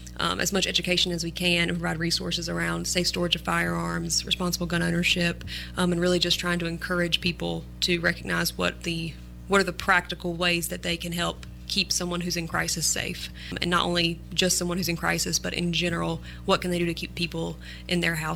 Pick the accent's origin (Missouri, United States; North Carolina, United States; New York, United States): North Carolina, United States; Stokes; I also grew up around here. I grew up in Stokes, Bethel area, and I also went to North Pitt High School.